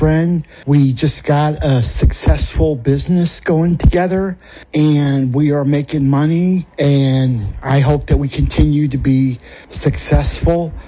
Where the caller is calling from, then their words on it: Overland, Missouri, United States; from Overland, Missouri